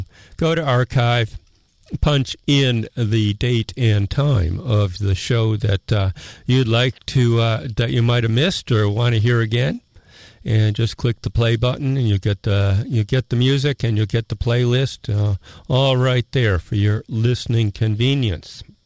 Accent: Chicago, Illinois, United States; my hometown, Chicago, Illinois, the Windy City

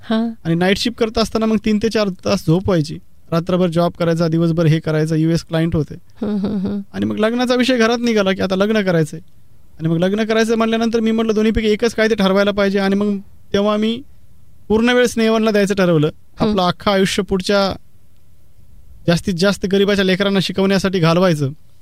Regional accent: Maharashtra, India; born or raised there

